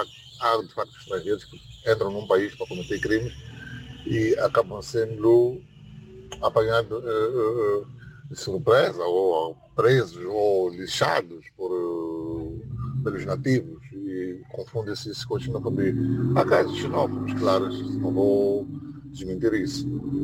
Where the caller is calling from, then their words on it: Mozambique; eu sou moçambicano, vivendo aqui ao lado